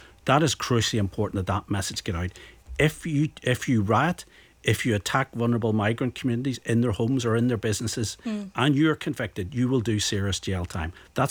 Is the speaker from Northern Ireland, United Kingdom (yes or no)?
yes; Belfast, Northern Ireland, United Kingdom; I'm born and bred in East Belfast. I come from that part